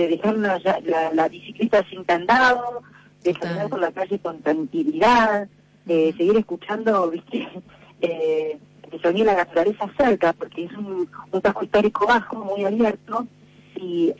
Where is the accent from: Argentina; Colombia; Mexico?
Argentina; San Antonio de Areco, Buenos Aires Province